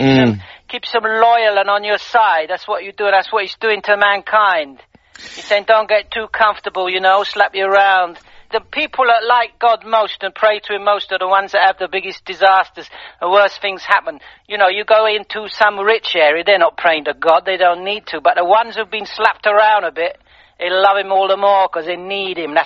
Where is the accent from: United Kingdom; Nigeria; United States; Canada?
United Kingdom; Leatherhead, South East England; I'm from Leatherhead, all right.